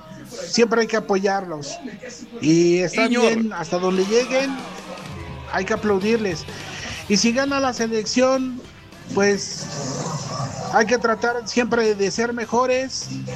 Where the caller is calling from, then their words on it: Tlaxcala, Mexico; Llamo desde Tlaxcalita la Bella.